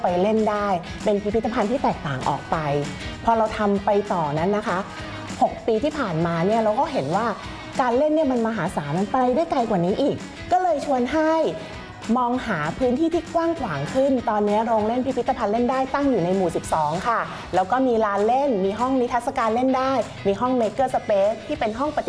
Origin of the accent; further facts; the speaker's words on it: Bangkok, Thailand; เองนะคะเกิดและเติบโตในกรุงเทพเนาะบ้านก็เป็นบ้านตึกแถว